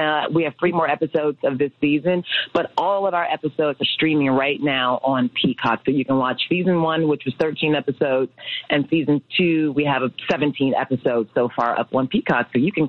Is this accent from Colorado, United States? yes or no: no; Chicago, Illinois, United States; I'm born and raised in Chicago. I went to Luther South High School. I came up through the Chicago theater scene here in Chicago